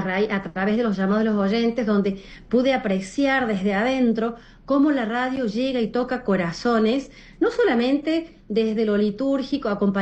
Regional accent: Córdoba, Argentina; yo soy de Córdoba, Argentina. Acá también tenemos nuestra Radio María. Y desde muy chica en mi casa se escuchaba Radio María.

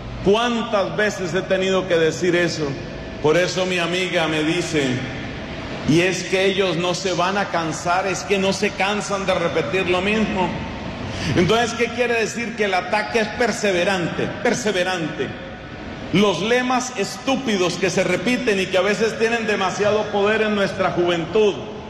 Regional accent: Colombia; En mi país, para desgracia de los colombianos

